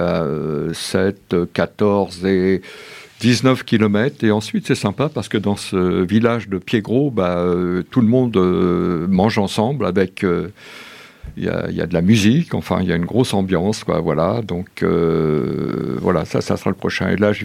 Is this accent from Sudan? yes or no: no; Chamaloc, Auvergne-Rhône-Alpes, France; c'était chez moi à Chamaloc